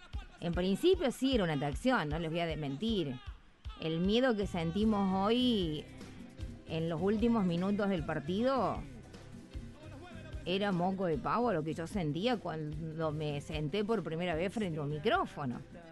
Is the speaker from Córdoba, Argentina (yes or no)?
no; Pilar, Buenos Aires Province, Argentina; Acá estamos volviendo de Armstrong, Santa Fe. … de Pilar.